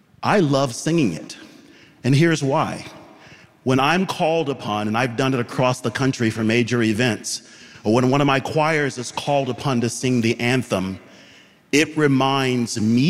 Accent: Georgia, United States; growing up in Georgia, my first profession was as a middle school educator.

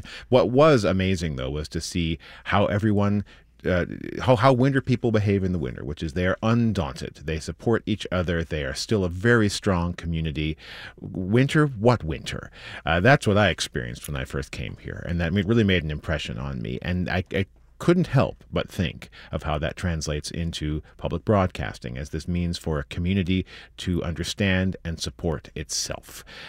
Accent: Iowa, United States; moved away as an adult; now in Minnesota, United States; I grew up in Iowa

